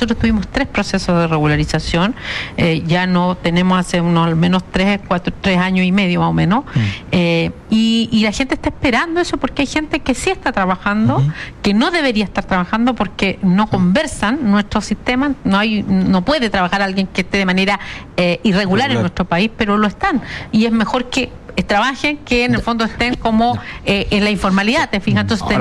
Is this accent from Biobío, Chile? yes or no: yes; Biobío, Chile; Yo soy de Biobío